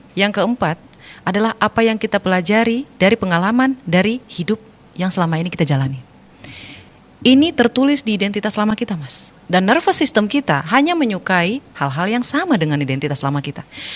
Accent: North Sumatra, Indonesia; Terlebih saya orang Batak ya, Mas.

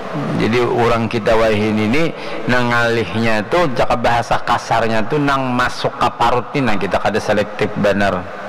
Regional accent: Lubakung, Indonesia; Saya masa kecil di Lubakung. Lubakung tuh banyak buah.

